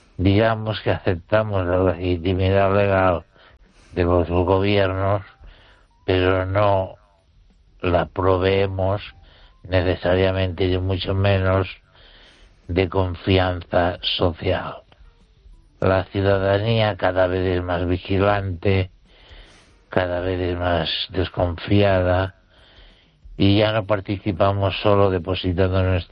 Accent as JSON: {"language": "Spanish", "country": "Spain", "said": "Y no quiero ser recordado como una persona chacosa, sino como un español que razona."}